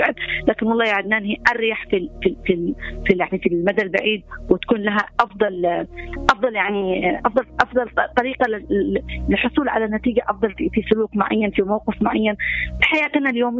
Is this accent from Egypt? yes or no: no; Yemen; مثلا إحنا كمجتمع يمني ما تلاحظش أنه في أطفالنا وبناتنا تعودوا ما يقدروا يقولوا كلمة لا.